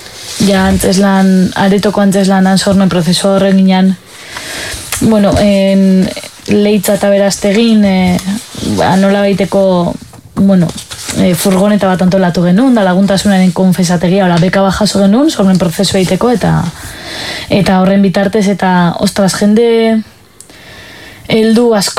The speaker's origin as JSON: {"language": "Basque", "town": "Zumaia", "region": "Basque Country", "country": "Spain", "tie": "born or raised there", "said": "ni Zumaiarra naiz"}